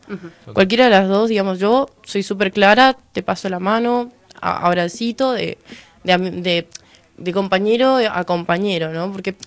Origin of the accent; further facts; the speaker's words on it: Misiones, Argentina; Soy de Misiones